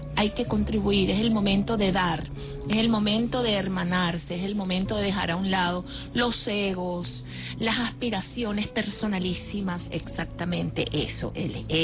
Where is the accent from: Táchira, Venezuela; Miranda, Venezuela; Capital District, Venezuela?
Capital District, Venezuela; Caracas; Desde el día 2, aquí en Caracas, yo soy de Caracas, estuve tratando de ayudar.